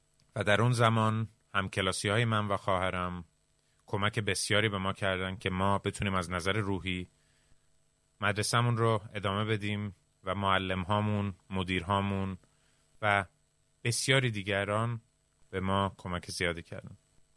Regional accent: Falun, Dalarna County, Sweden; also born or lived in Iran; در شهر کوچیکی که من بزرگ شدم در سوئد به نام فالون در استان دالانا تعداد خارجی زیاد نبود،

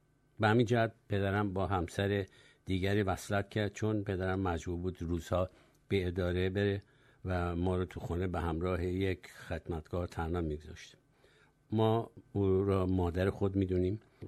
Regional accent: Tehran, Tehran Province, Iran; born there; در یک خانواده طبقه متوسط در تهران متولد شدم.

